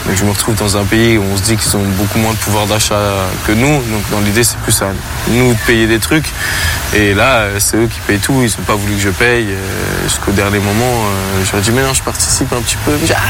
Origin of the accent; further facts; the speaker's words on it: Champigny-sur-Marne, Île-de-France, France; moi, je viens de Champigny, c'est juste à côté, 94 et tout.